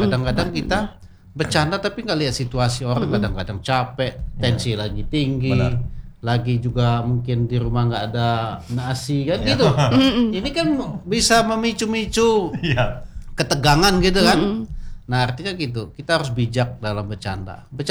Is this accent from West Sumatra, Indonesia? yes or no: no; Bengkulu, Indonesia; Contoh Pak Aditya, kalau saya kalau kami ini merantau nanti ke Jogja, kami berkata kami orang Bengkulu.